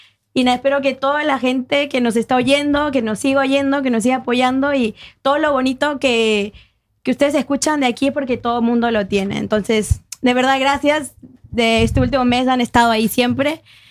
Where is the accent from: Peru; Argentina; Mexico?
Peru; como buena peruana huevada y media a veces yo pongo el programa